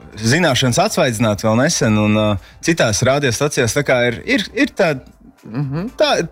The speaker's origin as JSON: {"language": "Latvian", "town": "Tukums", "region": "Tukums Municipality", "country": "Latvia", "tie": "born or raised there", "said": "Nu, es esmu audzis tukumā. Esmu izmācījies fantastiskās tukuma skoliņās"}